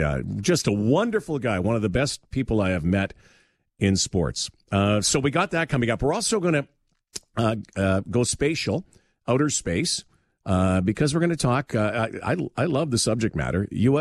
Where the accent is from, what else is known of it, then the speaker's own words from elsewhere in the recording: Canada; I shouldn't say Z. I'm Canadian. and especially Canadian now.